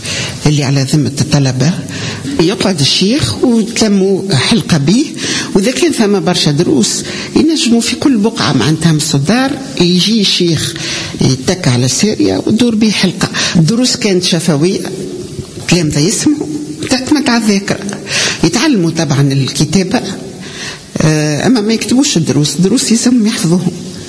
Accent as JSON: {"language": "Arabic", "country": "Tunisia", "said": "نوع من الحجارة الموجود عندنا في تونس"}